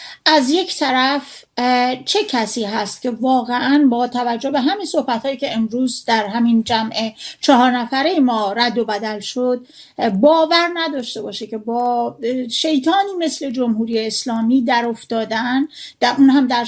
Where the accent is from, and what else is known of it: Iran